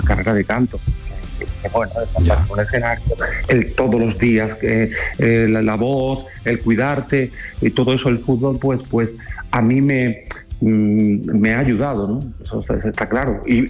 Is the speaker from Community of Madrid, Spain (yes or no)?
no; Jerez de la Frontera, Andalusia, Spain; sensaciones muy bonitas, sobre todo pues volver a mi tierra, Jerez de la Frontera, a mi casa.